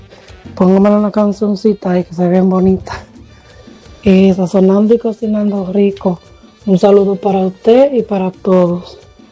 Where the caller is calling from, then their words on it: Sajoma, Santiago, Dominican Republic; de Sajoma.